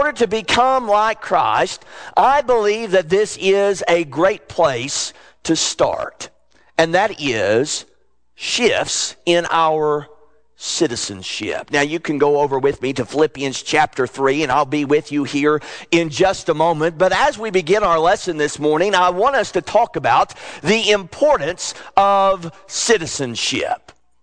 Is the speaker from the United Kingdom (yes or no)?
no; United States